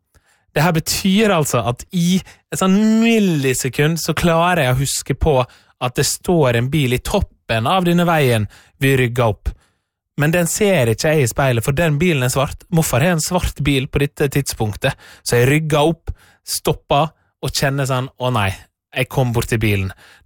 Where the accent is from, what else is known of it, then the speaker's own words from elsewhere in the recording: Møre og Romsdal, Norway; moved away; jeg var hjemme, og hjemme på Sunnmøre I min barndomsheim